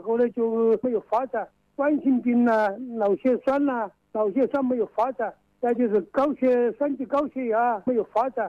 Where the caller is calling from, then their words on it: Gong'an, Hubei, China; 我是湖北公安县的闸口镇的。